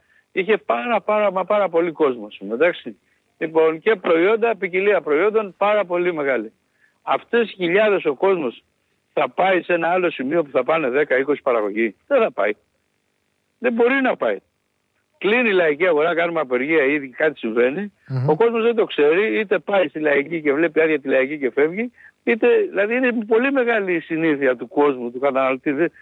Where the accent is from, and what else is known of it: Thessaly, Greece